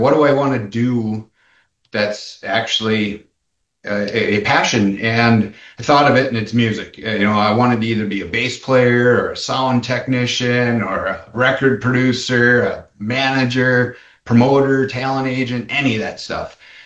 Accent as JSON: {"language": "English", "area": "Manitowoc County", "region": "Wisconsin", "country": "United States", "tie": "born or raised there", "said": "Well, I grew up pretty poor in Manitowoc County."}